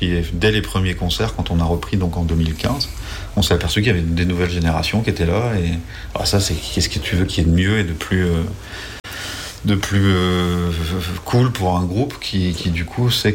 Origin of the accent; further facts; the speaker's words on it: Brittany, France; Enfin, on se moque souvent en tant que breton du nom des festivals